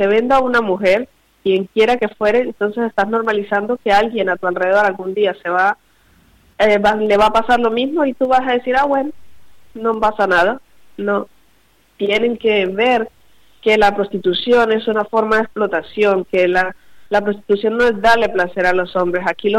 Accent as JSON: {"language": "Spanish", "country": "Colombia", "tie": "born there"}